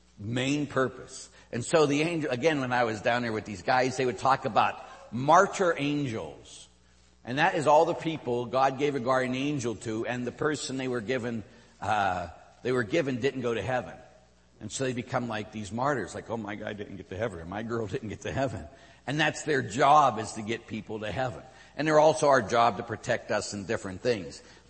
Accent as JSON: {"language": "English", "town": "Pittsburgh", "region": "Pennsylvania", "country": "United States", "tie": "born or raised there", "said": "And again, when I was a kid, I grew up in Pittsburgh, as we all know, and I was at my grandmother's house. Now, in the north side of Pittsburgh, houses are like row houses and different things."}